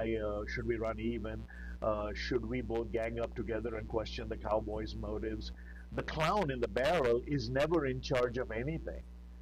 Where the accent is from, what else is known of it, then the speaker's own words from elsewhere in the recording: India; now in United States; I'm from India. I'm a first-generation migrant. I came into this country legally.